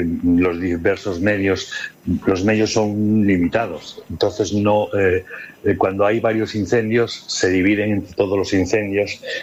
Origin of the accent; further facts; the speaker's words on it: Ponferrada, Castile and León, Spain; te recuerdo que yo soy de Ponferrada y cuando se quema esa zona, parte de mí se quema.